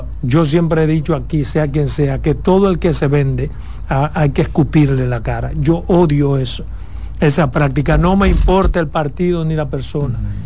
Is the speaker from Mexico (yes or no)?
no; Pedernales, Dominican Republic; yo, que soy de Pedernales, que conozco a Rafaelín, lo conozco.